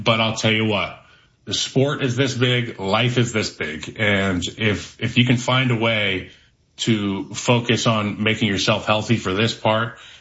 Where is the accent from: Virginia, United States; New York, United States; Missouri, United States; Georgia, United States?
Virginia, United States; Charlottesville; I grew up in Charlottesville, a massive fan of Mr. Canty.